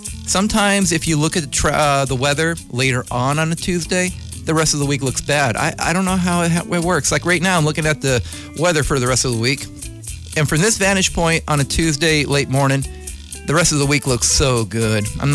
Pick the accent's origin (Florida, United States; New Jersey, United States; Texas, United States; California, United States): California, United States; Vallejo; accent: Vallejoan; I'm speaking Vallejoan. My accent's Vallejoan. When I talk like this, it's because I'm a Vallejoan.